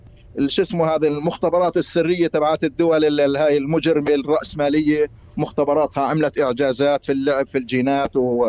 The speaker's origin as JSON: {"language": "Arabic", "region": "West Bank", "country": "Palestine", "said": "عندنا في الضفة الغربية أو في فلسطين أو في غزة"}